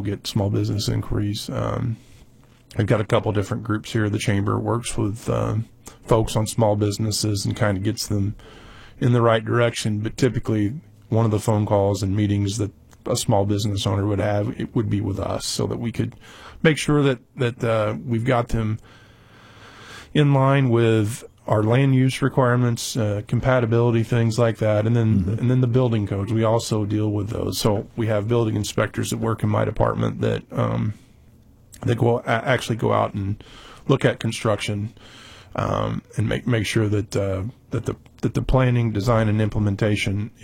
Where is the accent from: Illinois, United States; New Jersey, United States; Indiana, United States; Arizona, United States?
Arizona, United States; because I'm from Arizona, you're there, you know.